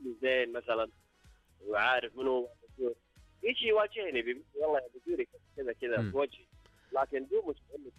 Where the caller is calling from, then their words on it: Jazan, Jazan Province, Saudi Arabia; من جيزان.